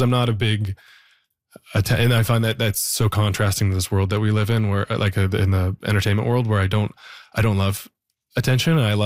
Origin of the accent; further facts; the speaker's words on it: Canada; But it is interesting because I think as a Canadian, I think a lot of my identity as a C